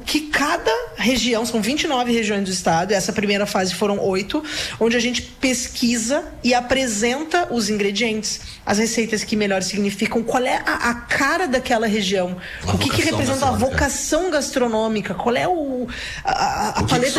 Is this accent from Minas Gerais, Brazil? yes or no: no; Caxias do Sul, Rio Grande do Sul, Brazil; also born or lived in São Marcos; Eu sou nascida em São Marcos, cresci em Caxias do Sul, então tem uma conexão com a Serra muito forte.